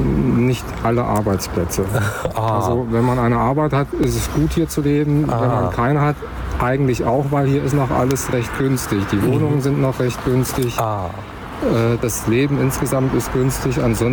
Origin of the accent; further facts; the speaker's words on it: Eschwege, Hesse, Germany; und dann bin ich hier geboren, das ist meine Heimat.